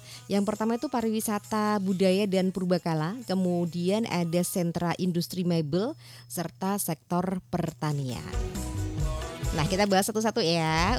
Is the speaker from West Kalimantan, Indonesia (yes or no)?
no; Sragen, Central Java, Indonesia; sebagai warga Kabupaten Sragen ya. Bangga menjadi Sragen tentu saja